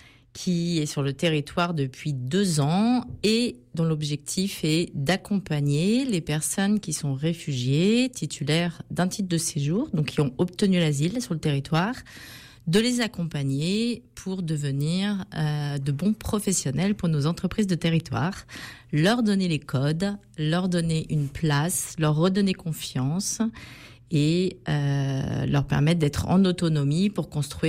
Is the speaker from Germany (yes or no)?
no; Valence, Auvergne-Rhône-Alpes, France; moved away as an adult; also born or lived in Paris suburbs; ça fait maintenant 5-6 ans que je suis sur Valence, revenue sur les terres natales.